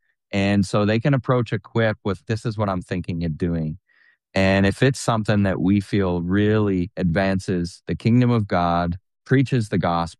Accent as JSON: {"language": "English", "country": "Canada", "said": "we're from Canada."}